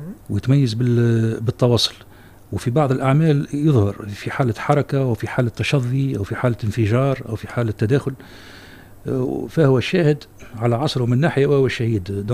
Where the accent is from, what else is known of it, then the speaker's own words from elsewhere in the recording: Tunisia; عندنا في تونس